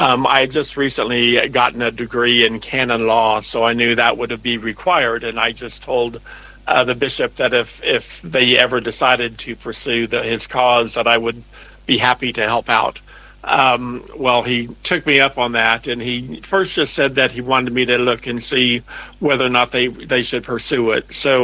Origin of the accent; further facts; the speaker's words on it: Wichita, Kansas, United States; Growing up in Wichita, my older brothers all went to Chaplain Capon Memorial High School